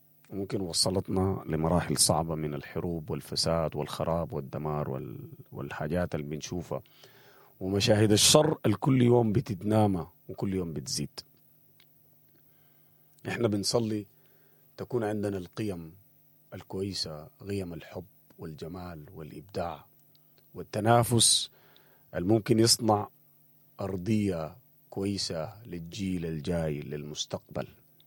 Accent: Sudan; إحنا كسودانيين

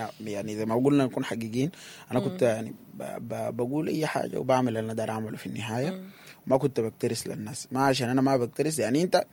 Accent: Sudan; لأنه للأسف إحنا كمجتمع سوداني صراحة معانين من الحاجة دي يعني.

